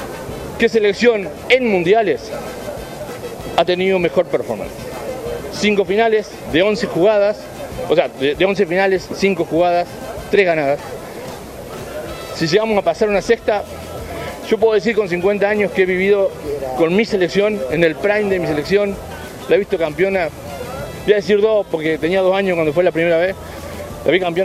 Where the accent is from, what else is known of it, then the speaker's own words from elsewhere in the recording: Corrientes, Argentina; yo soy de Corrientes